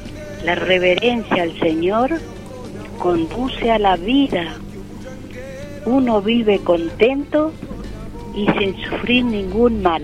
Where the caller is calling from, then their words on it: Nogoyá, Entre Ríos, Argentina; soy de Entre Ríos